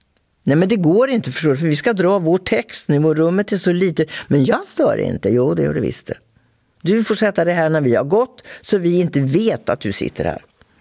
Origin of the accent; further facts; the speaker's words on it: Linköping, Östergötland, Sweden; now in Stockholm, Sweden; Och så är vi båda från Bomvirsland, vi är lantisar alltså. Jag är från Linköping, han från Grisslehamn. Och har båda begett oss till Stockholm för att överleva.